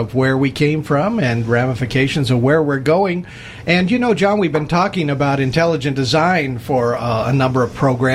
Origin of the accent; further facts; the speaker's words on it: Los Angeles, California, United States; And, you know, I was raised in Los Angeles and Hollywood movies and everything